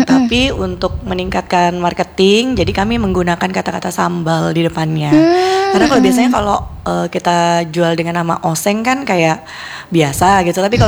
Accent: Kalimantan, Indonesia; Iya, karena saya pikir kan saya orang Kalimantan ya. Suku saya juga Banjar.

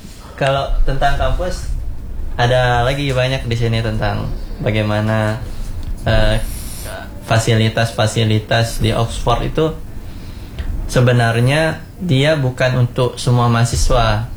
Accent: Lombok, West Nusa Tenggara, Indonesia

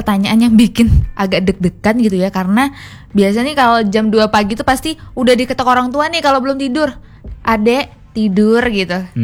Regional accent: Ngabang, West Kalimantan, Indonesia; moved away as an adult; now in Pontianak, Indonesia; Dari Ngabang asal aku.

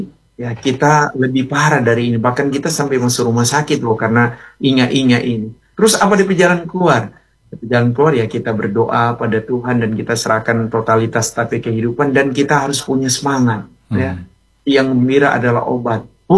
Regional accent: Manado, North Sulawesi, Indonesia; Walaupun kita orang Manado iya dapat rasanya tidak enak dan ya.

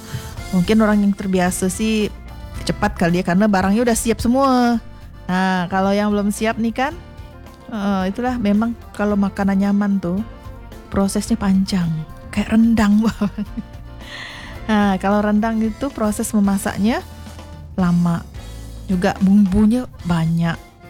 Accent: Sambas, West Kalimantan, Indonesia; kalau kita orang Sambas nih, nah biasanya ada bubur padas ya, bubur padas, wah nikmat.

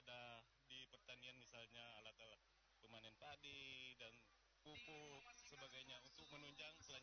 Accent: East Kalimantan, Indonesia; kami ini memang berasal dari Kabupaten Penajam Pasir Utara

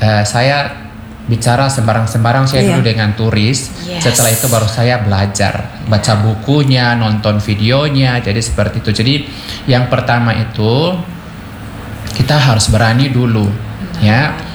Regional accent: Biak, Papua, Indonesia; first language Biak; Indonesian is a second language; Jadi saya pakai bahasa Indonesia daripada bahasa saya dari Biak itu lebih tidak mengerti lagi.

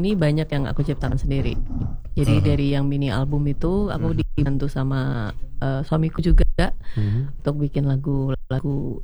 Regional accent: Surabaya, East Java, Indonesia; Jadi dulu kan aku asalnya dari Surabaya ya. Jadi aku lahir, besar, sekolah di sana ya, di Surabaya.

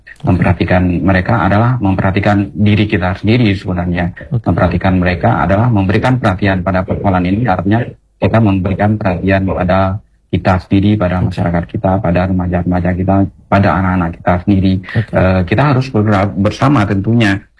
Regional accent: Aceh, Indonesia; Dan tentu dalam konteks masyarakat kita Aceh ini sangat bertolak belakang.

